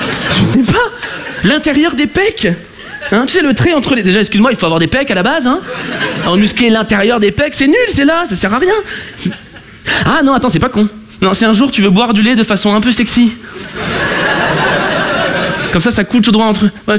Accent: Paris, Île-de-France, France; Parce que je suis parisien et superficiel.

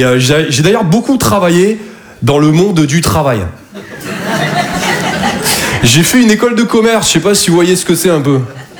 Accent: Toulouse, Occitanie, France

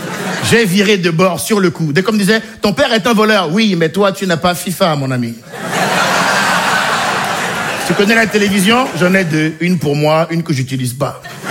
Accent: Benin; born or raised there

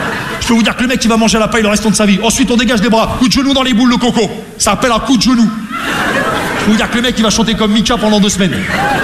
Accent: Rouen, Normandy, France; Je viens de Rouen, tu vois, la Normandie, les Vikings

